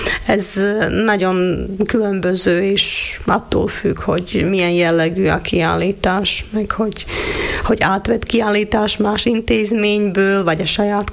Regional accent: Lučenec, Banská Bystrica Region, Slovakia; moved away as an adult; Az marad mindig a szülővárosom, úgyhogy mindig, ha visszatérek Losoncra, akkor ott érzem, hogy itt születtem, itt nevelkedtem, itt töltöttem a gyerekkoromát

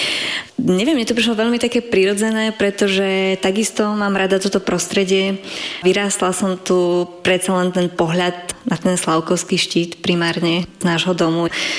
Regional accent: Vysoké Tatry, Prešov Region, Slovakia; also born or lived in Poprad; Som rodená Popračanka, samozrejme, som sa narodila v Poprade, ale celé detstvo som prežila vo Vysokých Tatrách.

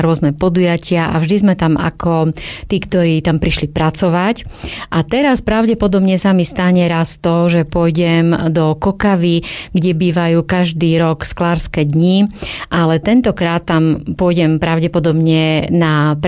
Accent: Bystrička, Žilina Region, Slovakia; ja som z Bystričky pri Martine

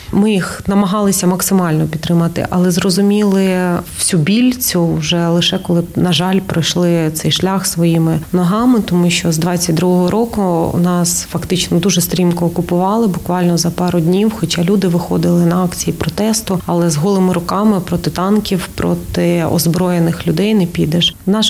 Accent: Starobilsk, Luhansk Oblast, Ukraine; Трошки схоже на мій рідний Старобільськ. Невелике, камерне, затишне. Теж є річка, яка у нас вдома. У нас вдома Айдар протікав

